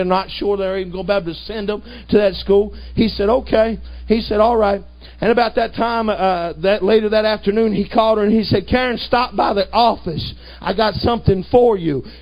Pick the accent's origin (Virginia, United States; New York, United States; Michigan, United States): Virginia, United States; I'm from Virginia, and if you know anything about Virginia boys, we've been taught if you don't tithe, amen, you ain't even saved.